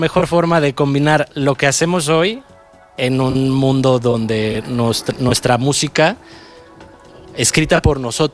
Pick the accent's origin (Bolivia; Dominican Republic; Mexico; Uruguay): Mexico; Querétaro; soy de Querétaro